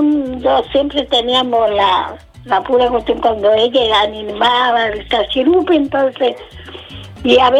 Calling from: Hualpén, Biobío, Chile; Yo estoy llamando acá de Hualpén.

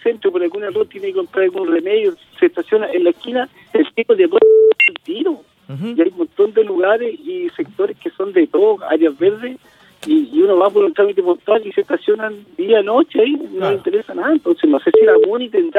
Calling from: Concepción, Biobío, Chile; acá estoy llamando desde Concepción, sector Loma San Sebastián, aeropuerto

